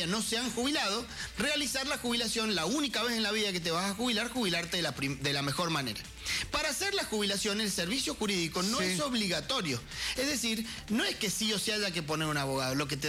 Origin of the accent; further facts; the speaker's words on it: Argentina; nosotros somos argentinos.